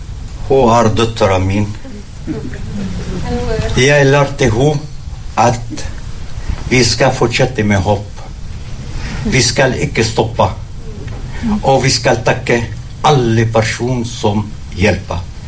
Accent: Palestine; Norwegian is a second language; moved away as an adult; now in Norway; Jeg er fra Palestina

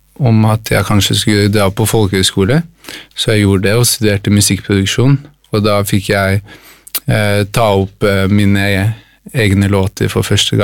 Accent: Oslo, Norway; jeg har halvt fransk og halvt norsk, men stort sett oppvokst i Oslo.

